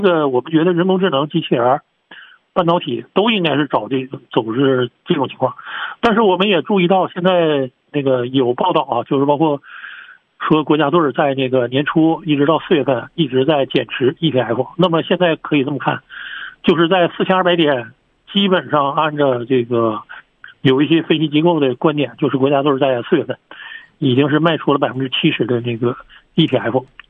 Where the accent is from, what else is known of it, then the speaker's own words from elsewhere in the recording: China; 我们中国人